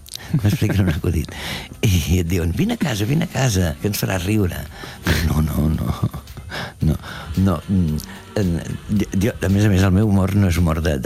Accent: Catalonia, Spain; Una, perquè jo sóc català, això és complicat en el doblatge

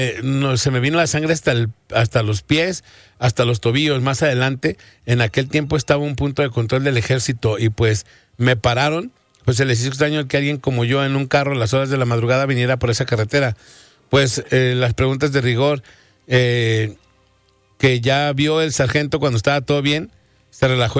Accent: Celaya, Guanajuato, Mexico; now in Guadalajara, Mexico; yo soy de Celaya, Guanajuato. Y por esta empresa llegué a Guadalajara a trabajar.

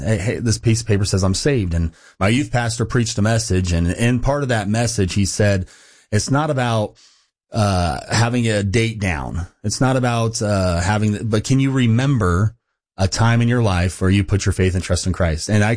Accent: Fresno, California, United States; also born or lived in Stockton; Yes, grew up in California, Central California, and Fresno is my hometown. And was born in Stockton, raised in Fresno my whole life. And my family went to a Baptist church there in Central California in Clovis called Central Baptist Church.

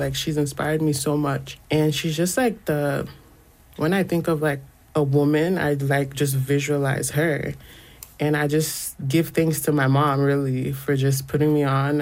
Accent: Nigeria; English is a second language; My mom would always bump … back home, which was so foreign because I'm Nigerian, and for the music to get all the way there at such a young age, too

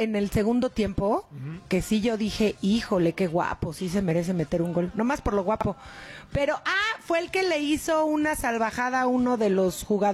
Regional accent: Mexico; Obviamente, como buena mexicana, no me quiero ilusionar

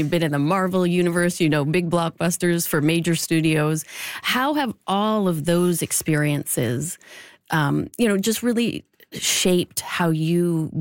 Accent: Canada; in Canada as well, we sort of live under that shadow

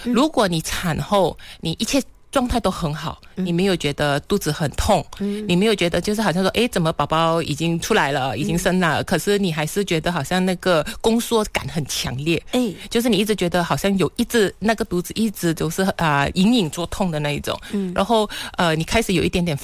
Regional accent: Malaysia; 那我们马来西亚这边其实是比较偏向于南方的习俗，尤其是广东那一带的

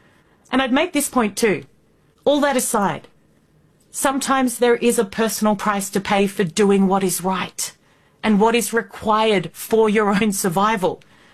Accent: Australia; Yes, I'm an Aussie. I need you at the top of your game, or my country's screwed.

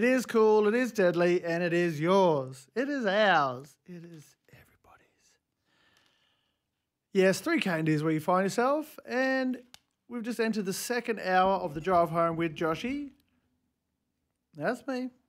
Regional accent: Darwin, Northern Territory, Australia; I grew up in Darwin, we had AFL, we had rugby, league.

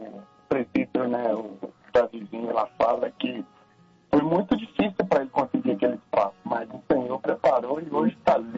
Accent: Periquito, Minas Gerais, Brazil; Eu não sei se o irmão conhece, eu sou lá de Periquito.

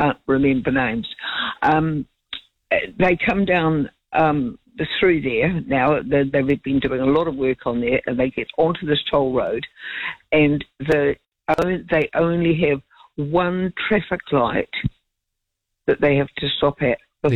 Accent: Auckland, New Zealand; also born or lived in Wellington / New Plymouth; You know, born and bred in Auckland, but I lived in Wellington and New Plymouth and somewhere else.

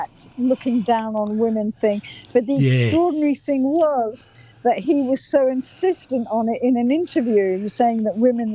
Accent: England, United Kingdom; as an English woman

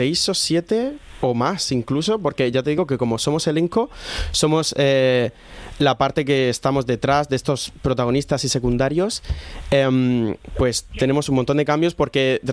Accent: Lorca, Region of Murcia, Spain; accent: Murcian; now in Madrid, Spain; lo dice gente de Lorca, de donde yo soy y tal.

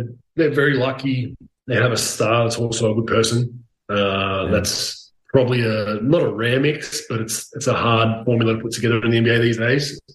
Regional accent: Melbourne, Victoria, Australia; moved away as an adult; I'm from Melbourne. I had properties there

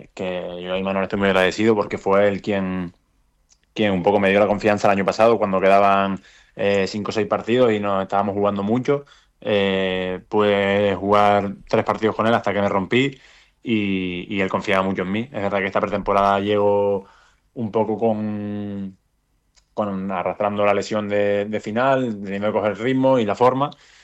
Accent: Canary Islands, Spain; moved away as an adult; now in Ceuta, Spain; yo quiero vivir en Canarias toda mi vida y obviamente el equipo de mi tierra

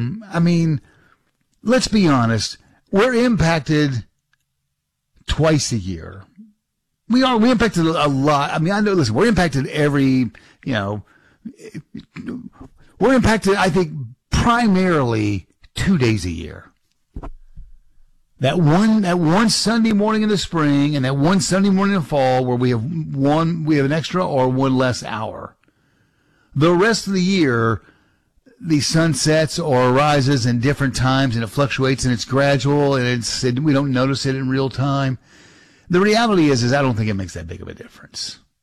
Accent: Kentucky, United States; moved away as an adult; now in Eastern Time Zone, United States; I grew up right there on Southern, you know, on the border of Southern Indiana

